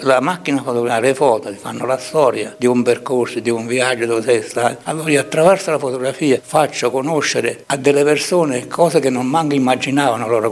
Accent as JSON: {"language": "Italian", "town": "Taurasi", "region": "Campania", "country": "Italy", "tie": "born or raised there", "said": "Io sono nato qua a Taurasi e sono vissuto qua, ho stato qua"}